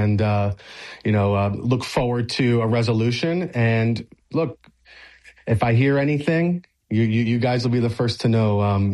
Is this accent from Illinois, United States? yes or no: no; Miami, Florida, United States; I'm born and raised in Miami.